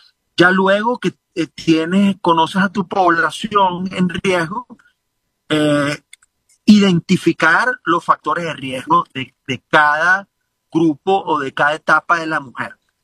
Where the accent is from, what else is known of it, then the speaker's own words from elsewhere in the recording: Venezuela; todos somos médicos venezolanos, certificados, acreditados